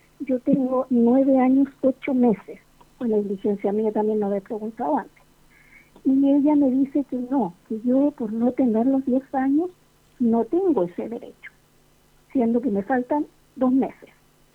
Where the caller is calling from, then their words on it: Quillota, Valparaíso, Chile; Zona rural de Quillota.